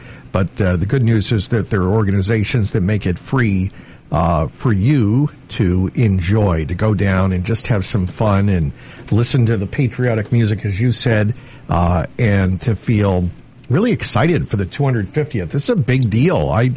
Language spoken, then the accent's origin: English; Hanover, Massachusetts, United States; It's not far from where I grew up in Hanover.